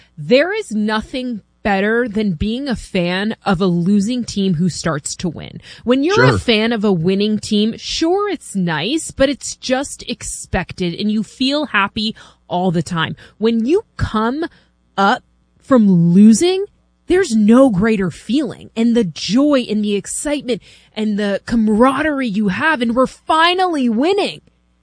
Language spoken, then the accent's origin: English; Boston, Massachusetts, United States; moved away; I'm from Boston, and I don't even know if I can claim that anymore because I haven't lived there like fully since, I don't know, 2015.